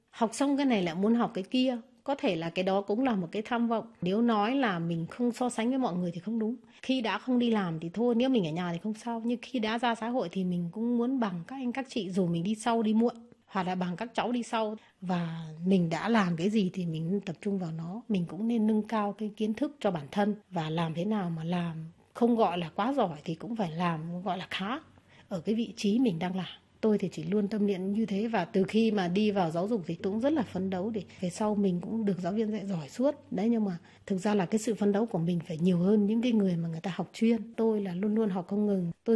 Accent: Ha Giang, Vietnam

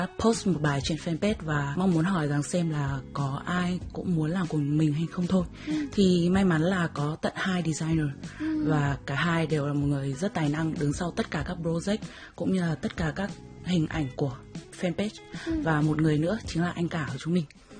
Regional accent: Hanoi, Vietnam; mình đến từ Hà Nội và hiện tại mình đang là sinh viên năm 3 của Đại học Thủy lợi.

